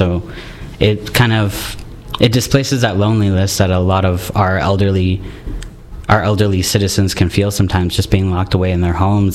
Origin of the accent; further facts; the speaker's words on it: El Paso, Texas, United States; now in Amarillo, United States; Yes, yeah, I've been in Amarillo for about the last, I believe, 8 years now. I'm originally from El Paso.